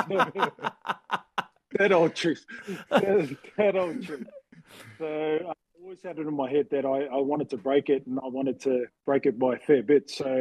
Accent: Auckland, New Zealand; now in Australia; I was born in New Zealand way back in 1979. We lived out in West Auckland. We lived in Kelston. Mum and dad decided to make the big move over to Australia

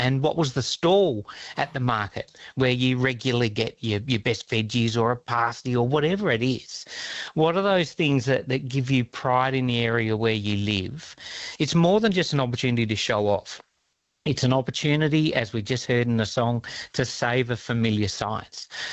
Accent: Narrogin, Western Australia, Australia; Oh, look, my hometown lives in a little valley. It's south of Perth and it's called Narrogin, and it gets very, very cold.

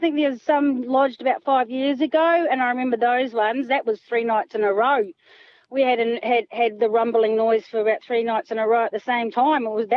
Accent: New Zealand; but like I said, I'm a Kiwi, so I've heard earthquakes and felt earthquakes before

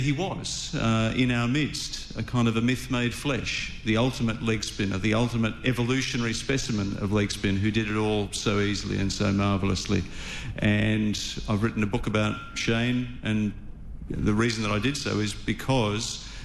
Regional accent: Australia; which when I was growing up in Australia never seemed a possibility.

